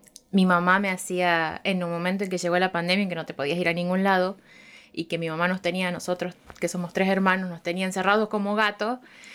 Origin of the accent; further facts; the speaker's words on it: Jujuy, Argentina; Yo soy de Jujuy